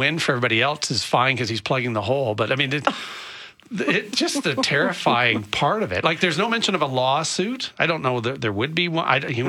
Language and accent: English; Nova Scotia, Canada; I'm originally from Nova Scotia.